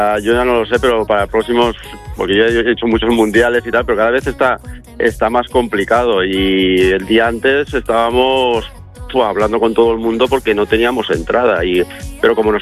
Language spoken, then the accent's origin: Spanish; Valencian Community, Spain; como en la tierra nuestra, como en la Comunidad Va